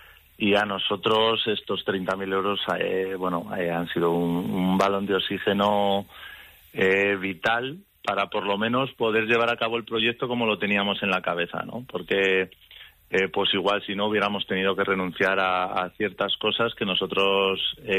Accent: Yebra, Castilla-La Mancha, Spain; soy un enamorado de mi pueblo

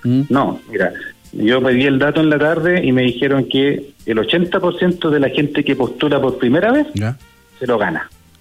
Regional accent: Valdivia, Los Ríos, Chile; yo soy de regiones, yo soy de Valdivia

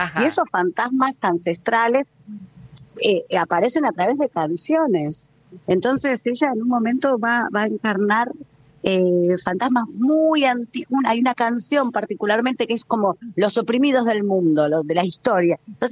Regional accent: Buenos Aires, Argentina; yo soy de Zona

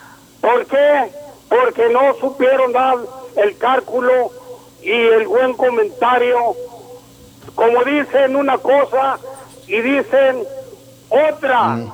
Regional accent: Mexico; somos más machos los que vivimos en nuestro país, los que trabajamos en nuestro país, en el lugar donde nacimos.

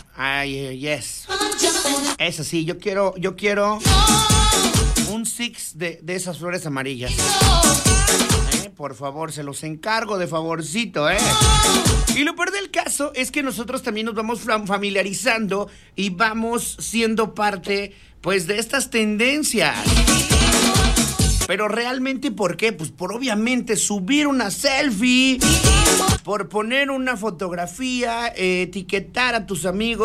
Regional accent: Mexico; si nosotros somos mexicanos

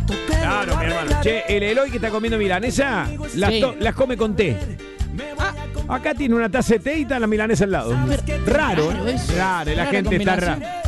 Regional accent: Argentina; desde Zurich, somos argentinos

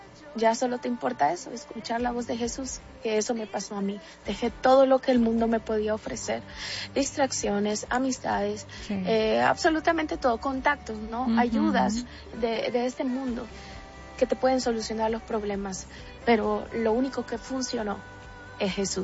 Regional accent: El Salvador; soy salvadoreña y tengo 19 años de edad.

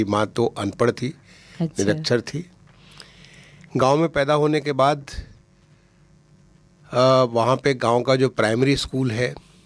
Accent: Pahadipur, Uttar Pradesh, India; born there; मेरा जन्म उत्तर प्रदेश, पूर्वी उत्तर प्रदेश के एक छोटे से गांव है पहाड़ीपुर

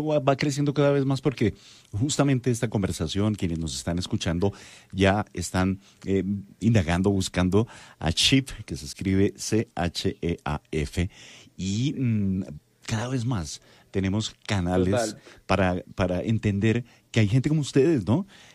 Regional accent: Colombia; now in Bogotá, Colombia

